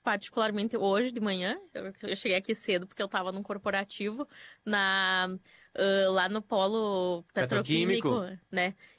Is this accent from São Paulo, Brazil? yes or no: no; Vacaria, Rio Grande do Sul, Brazil; moved away as an adult; Eu saí de Vacaria quando eu tinha 18 anos, porque meu sonho era trabalhar numa empresa grande.